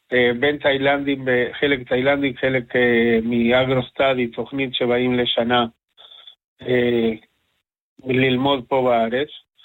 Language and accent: Hebrew; Argentina; accent: Spanish; Hebrew is a second language; now in Israel; אני ארגנטינאי.